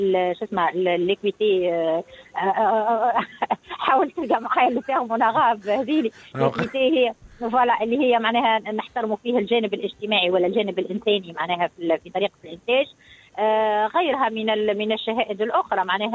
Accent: Tunisia; انا جسوي تونيزيان، انا تونسية ونحب بلادي

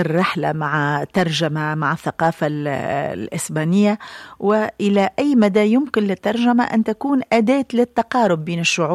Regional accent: Tunisia; مبارك هذا التتويج دكتور، ونفخر به جميعا كتونسيين.

